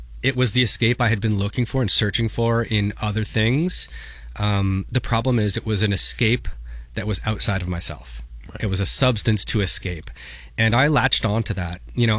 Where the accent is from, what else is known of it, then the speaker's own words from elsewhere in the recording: St. Catharines, Ontario, Canada; I grew up in St. Catharines.